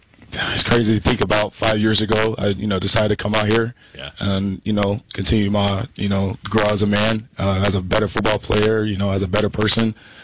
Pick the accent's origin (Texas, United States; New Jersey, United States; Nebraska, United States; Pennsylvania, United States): Nebraska, United States; Omaha; I'm a kid from Omaha, Nebraska. Went to middle school and high school there. Went to Omaha Burke.